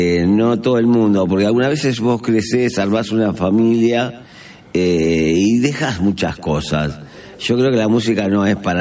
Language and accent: Spanish; Buenos Aires, Argentina; yo me crié en Once, mi barrio, Once Almagro, que iba al colegio, ahí nació todo.